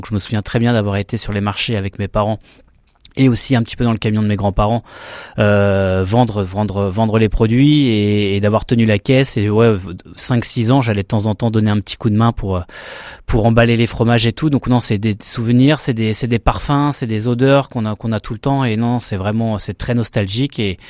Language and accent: French; France; moved away as an adult; also born or lived in Japan; étant fils et petit-fils de crémier fromager, en tant que bon français